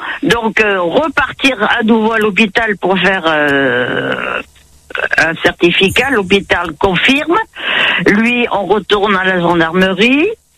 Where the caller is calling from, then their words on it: Bergerac, Nouvelle-Aquitaine, France; moi, j'habitais Bergerac à l'époque